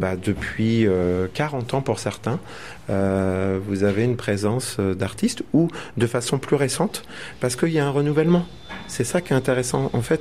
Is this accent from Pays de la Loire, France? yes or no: yes; Nantes, Pays de la Loire, France; born there; now in Pont-Aven, France